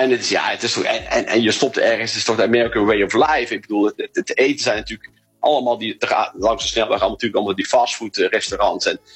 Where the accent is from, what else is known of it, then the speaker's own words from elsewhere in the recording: Netherlands; now in Brazil; Maar als Nederlander in Brazilië is best wel lastig.